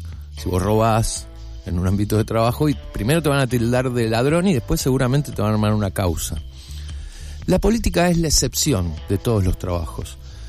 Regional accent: Argentina; cómo desarrollar un anticuerpo como argentinos

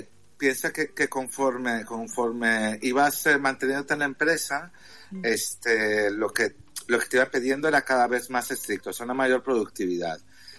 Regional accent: Mexico; now in Spain; En México se le dice pluma. Es que yo soy mexicano.

